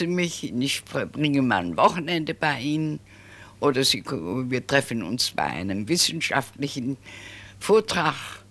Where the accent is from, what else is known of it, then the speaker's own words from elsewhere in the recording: Hesse, Germany; now in Frankfurt, Germany; Ich fühle mich als alte Frankfurterin. Obwohl meine Heimat an der waldeckischen Grenze, zwischen Frankenberg und Korbach, ganz auf dem Lande, mich immer noch anzieht und ich alle paar Monate doch mal hinfahre.